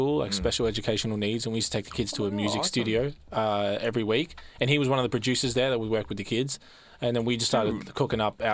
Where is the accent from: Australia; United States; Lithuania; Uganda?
Australia; moved away as an adult; also born or lived in United Kingdom; being like an Aussie rapper